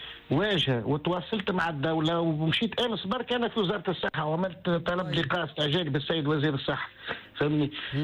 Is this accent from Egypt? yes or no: no; Enfidha, Sousse Governorate, Tunisia; أنا أصيل نفيذة ولاية سوسة.